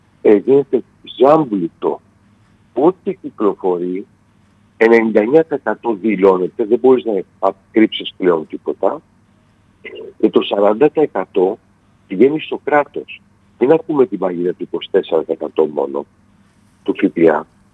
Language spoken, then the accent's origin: Greek; Corfu, Ionian Islands, Greece